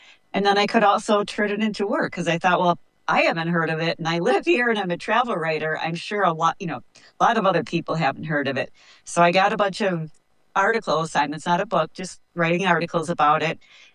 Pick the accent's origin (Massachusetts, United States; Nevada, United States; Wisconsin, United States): Wisconsin, United States; there is a 1,200-mile hiking trail in my home state